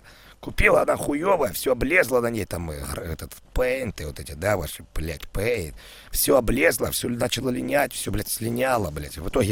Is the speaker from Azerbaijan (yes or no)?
no; Ukraine; я с Украины сам